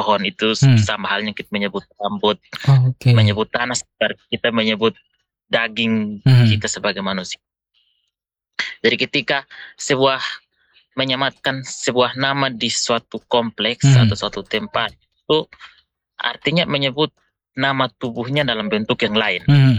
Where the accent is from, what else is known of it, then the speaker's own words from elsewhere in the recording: Amanuban, East Nusa Tenggara, Indonesia; desa saya ini desa Napi.